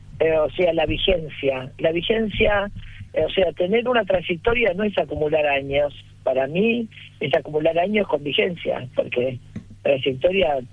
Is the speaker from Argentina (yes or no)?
yes; Argentina; espectadores argentinos en mi país